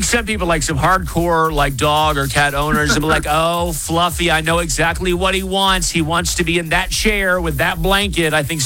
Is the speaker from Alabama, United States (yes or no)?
yes; Thomasville, Alabama, United States; born there; moved away; I went to and graduated high school in Thomasville. So I grew up a large part of my life there.